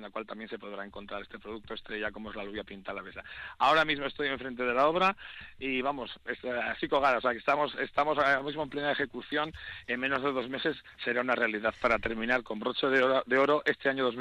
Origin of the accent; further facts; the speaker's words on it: Basque Country, Spain; los que somos de Riberalta